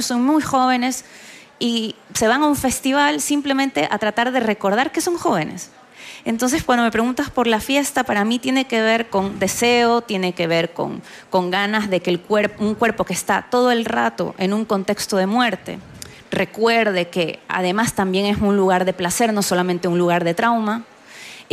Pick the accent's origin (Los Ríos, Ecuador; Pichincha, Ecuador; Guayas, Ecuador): Guayas, Ecuador; Guayaquil; mi ciudad natal, Guayaquil